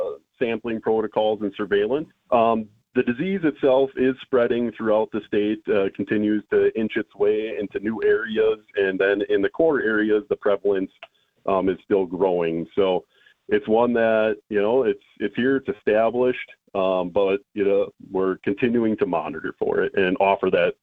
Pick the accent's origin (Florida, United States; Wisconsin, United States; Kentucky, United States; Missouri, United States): Wisconsin, United States; Wisconsin born and bred in Clark County, and grew up hunting a lot in Clark County and Taylor County, the National Forest area.